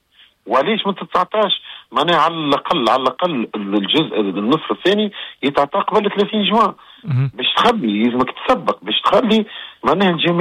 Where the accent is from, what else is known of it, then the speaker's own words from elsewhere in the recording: Tunisia; او كي تقول انا تونسي يقولوا لك محمد مزالي.